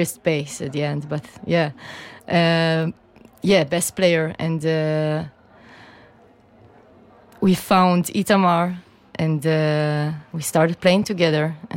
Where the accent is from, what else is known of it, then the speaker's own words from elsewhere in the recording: Ramat Gan, Tel Aviv District, Israel; We're from like Tel Aviv. But I am from Ramat Gan, which is like it's basically